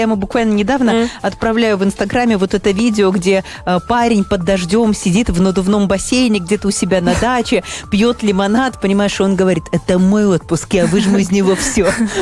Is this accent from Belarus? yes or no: yes; Belarus; Мы же белорусы такие, знаешь, ну такой прогноз, так надо.